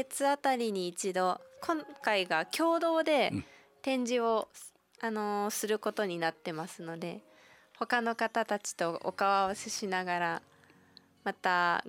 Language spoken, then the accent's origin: Japanese; Makinohara, Shizuoka, Japan; 先日私の地元の静岡県牧之原市が台風の被害があって、